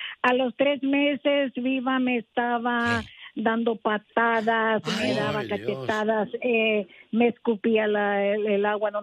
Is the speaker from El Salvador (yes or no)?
yes; El Salvador; nosotros somos del Salvador